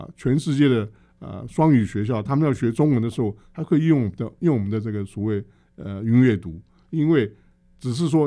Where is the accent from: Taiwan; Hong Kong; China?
Taiwan; 可是外国人他的思路一定跟我们台湾人不太一样